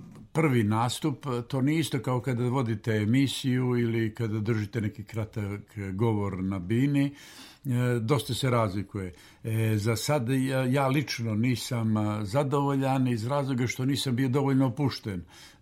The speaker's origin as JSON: {"language": "Serbian", "town": "Berane", "region": "Berane Municipality", "country": "Montenegro", "tie": "born or raised there", "said": "Zaista mi je drago vratiti se u ovaj studio u mom rodnom gradu i uvijek se sjećam sjajno kada dođemo u studiju Radio Berana."}